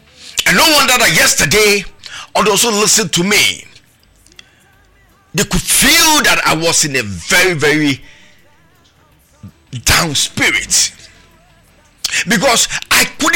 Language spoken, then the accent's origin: English; Ghana; as a Ghanaian, it is very, very sad that we find ourselves in this kind of state.